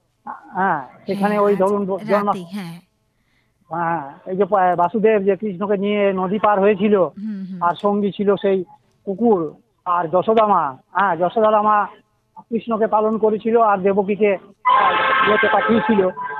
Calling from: Jubrajpur, India; আমি বীরভূমের যুবরাজপুর থেকে বলছি দিদি।

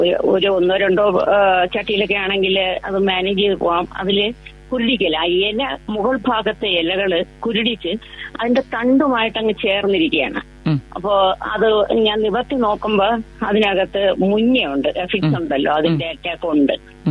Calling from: Thiruvananthapuram, Kerala, India; ഉള്ളൂരിൽ നിന്നാണ് സംസാരിക്കുന്നത്.

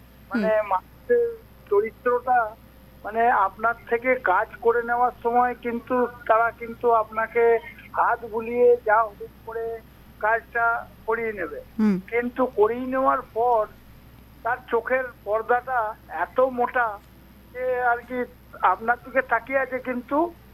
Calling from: Budbud, West Bengal, India; আমি পশ্চিমবঙ্গের পূর্ব বর্ধমান জেলার বুধবুদ থেকে … দিদি ভাই।

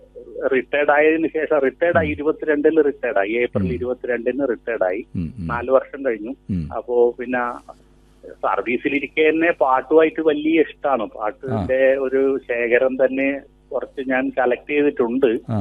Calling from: Kooveri, Kerala, India; കൂവേരി വില്ലേജിലാണ് എന്റെ സ്ഥലം

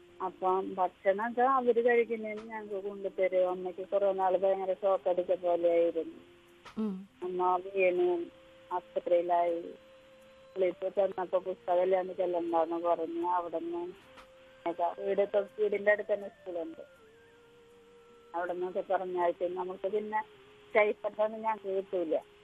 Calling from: Kazhimbram, Kerala, India; Edamuttam beach കഴിമ്പ്രോ.

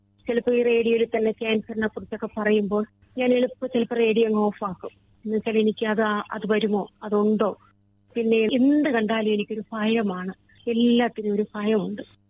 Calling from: Kerala, India; ഞാൻ കരമലയിൽ നിന്നാണ് വിളിക്കുന്നത്.

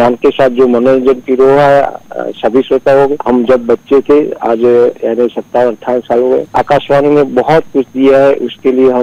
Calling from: Patan district, Gujarat, India; मेरे गांव का नाम डेर, तहसील जिला पाटन, गुजरात से।

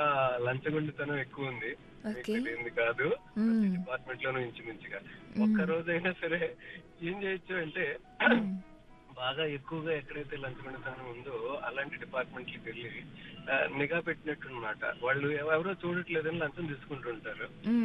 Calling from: Hyderabad, Telangana, India; నేను హైదరాబాద్ ఉప్పల్ నుంచి మాట్లాడుతున్నాను.

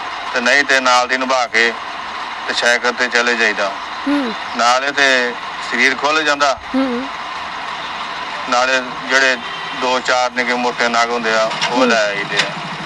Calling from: Chohla Sahib, Punjab, India; ਚੋਲਾ ਸਾਹਿਬ ਤੋਂ ਬੋਲਦਾ ਪਿਆ ਹਾਂ

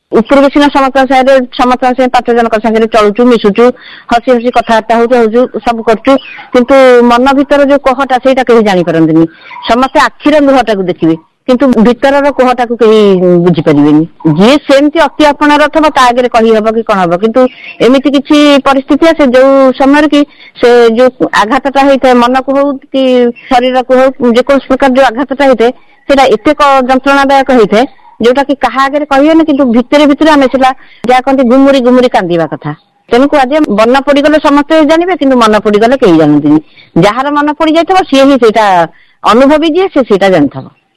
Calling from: Jagatsinghpur, Odisha, India; ମୁଁ ଜଗତସିଂହପୁରରୁ

